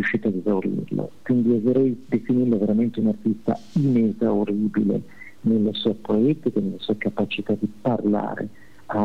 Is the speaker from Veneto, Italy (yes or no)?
yes; Padua, Veneto, Italy